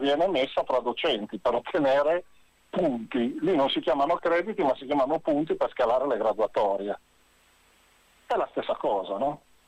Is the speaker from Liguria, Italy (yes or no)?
yes; Sanremo, Liguria, Italy; io sono di Sanremo, Imperia